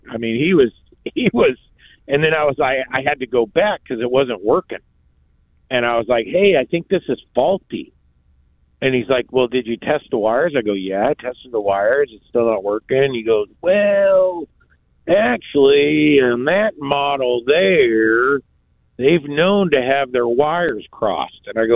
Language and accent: English; Oregon, United States; also born or lived in Southern California; my beaches experience are Southern California beaches, right? That was my first experience. And then moving to Oregon, I grew up on the Oregon coast.